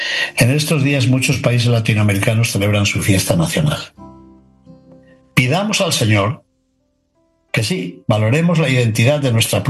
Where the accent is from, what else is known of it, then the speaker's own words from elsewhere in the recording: Spain; yo soy español